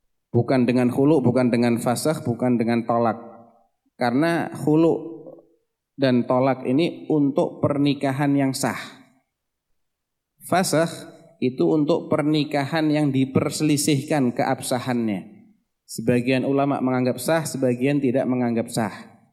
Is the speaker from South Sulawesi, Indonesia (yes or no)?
no; Ambon, Maluku, Indonesia; Saya berasal dari Ambon, dan di Ambon pasca atau setelah kerusuhan agama tahun 99 memiliki aturan wajib bahwa untuk calon gubernur, wali kota maupun wakilnya harus dari kedua agama, yaitu Islam dan Nasrani.